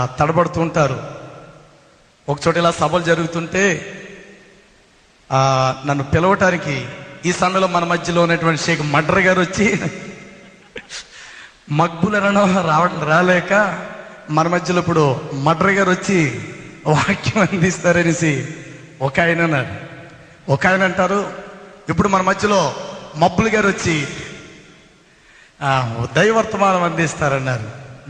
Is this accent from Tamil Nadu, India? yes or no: no; Rajahmundry, Andhra Pradesh, India; మా స్వగ్రామం రాజమండ్రి మస్జీద్ సెంటర్ జాంపేట